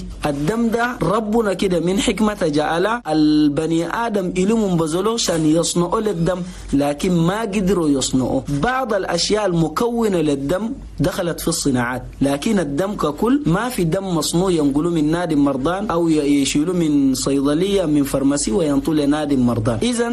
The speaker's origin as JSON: {"language": "Arabic", "country": "Chad", "said": "نقول لأخواننا المواطنين جميعا في بلدنا تشاد"}